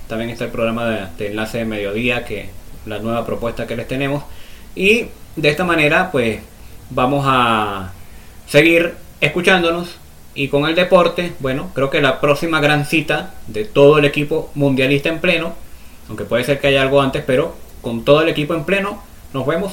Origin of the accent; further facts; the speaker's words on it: Venezuela; como venezolano me gustaría su llegada al club.